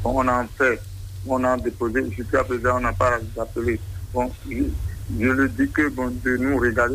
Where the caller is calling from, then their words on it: Adjarra, Ouémé, Benin; J'appelle de Porte-Nouveau, commune d'Adjar, arrondissement de Marie, quartier Yégé.